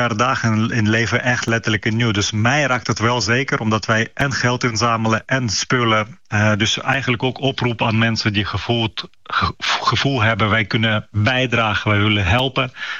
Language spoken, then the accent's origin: Dutch; Ukraine; now in Netherlands; omdat ik uit Oekraïne kom.